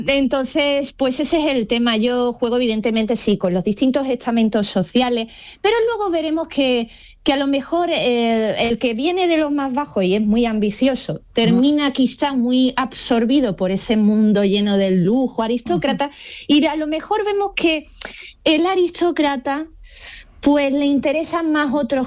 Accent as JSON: {"language": "Spanish", "town": "Málaga", "region": "Andalusia", "country": "Spain"}